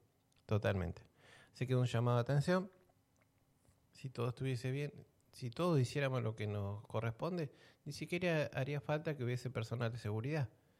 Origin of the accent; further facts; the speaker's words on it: Argentina; acá somos todos argentinos